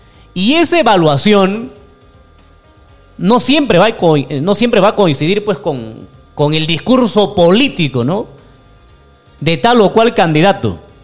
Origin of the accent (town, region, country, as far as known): Cutervo province, Cajamarca, Peru